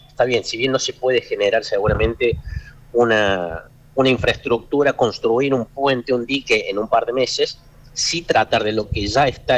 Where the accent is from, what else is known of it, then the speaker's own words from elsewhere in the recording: Córdoba, Argentina; todos los que somos de Córdoba estamos acostumbrados a tormentas fuertes.